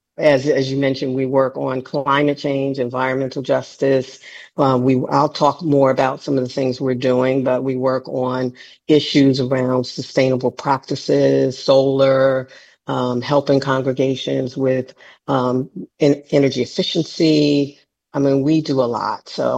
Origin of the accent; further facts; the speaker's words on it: East Orange, New Jersey, United States; I'm from East Orange, New Jersey. So, you know, I've been around this stuff a long time.